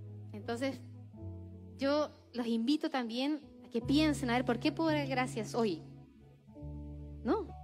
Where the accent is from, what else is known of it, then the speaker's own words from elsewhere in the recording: Santiago, Santiago Metropolitan Region, Chile; born there; moved away; yo soy chilena, nací en Santiago, es primera vez que visito Arica